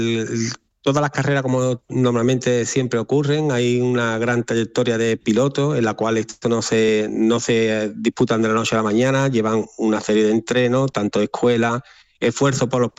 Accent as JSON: {"language": "Spanish", "town": "Sanlúcar de Barrameda", "region": "Andalusia", "country": "Spain", "said": "no porque yo sea de Sanlúcar de Barrameda, sino que para mí mi tierra es lo mejor"}